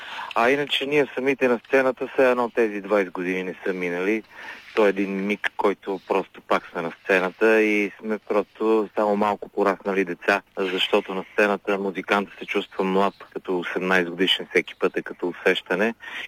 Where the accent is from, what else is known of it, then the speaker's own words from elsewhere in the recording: Sofia, Sofia City, Bulgaria; ние с майка му сме приятели от детството си и сме от Оров мост, всички сме драснали там.